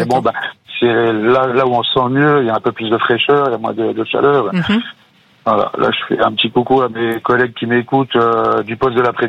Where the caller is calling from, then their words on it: Grand Est, France; j'habite à un petit village à la frontière luxembourgeoise.